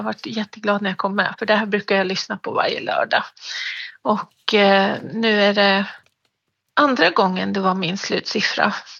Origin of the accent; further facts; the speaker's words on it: Jämtland County, Sweden; moved away as an adult; also born or lived in Stockholm; Ja, jag är uppvuxen här i Jämtland så att det kändes gott att komma hem igen.